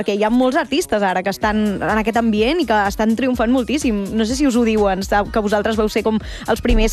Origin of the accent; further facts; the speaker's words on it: Caldes de Montbui, Catalonia, Spain; O sigui, jo sóc de Caldes de Montbui, sóc del Vallès, o sigui, estem allà al costat.